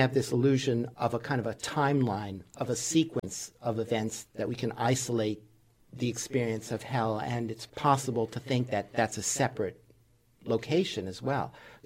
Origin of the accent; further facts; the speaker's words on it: New York City, New York, United States; I grew up not quite as an atheist, but seeing people growing up in New York City